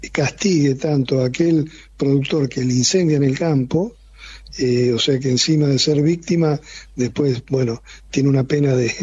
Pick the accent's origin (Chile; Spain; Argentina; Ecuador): Argentina